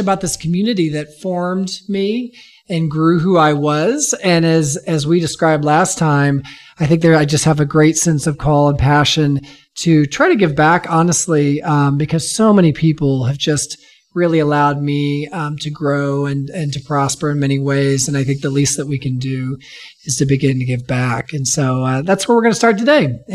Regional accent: Evansville, Indiana, United States; I'm a native from Evansville. Grew up here. My wife and I did.

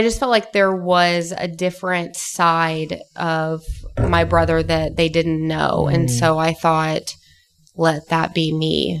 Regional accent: Jerseyville, Illinois, United States; moved away as an adult; now in Evansville, United States; it's Jerseyville, Illinois. It's about 50 miles north of St. Louis. It's a very small farming community. In fact, we had one middle school, one high school.

